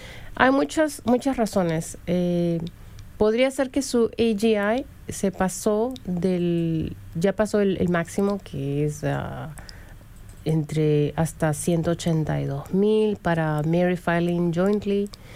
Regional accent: Lima, Peru; now in Perrysburg, Ohio, United States; soy de Lima, Perú. Yo tengo aquí en los Estados Unidos casi 30 años

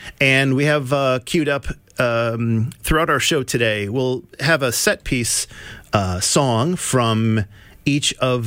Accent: Lansing, Michigan, United States; In my hometown of Lansing, Michigan

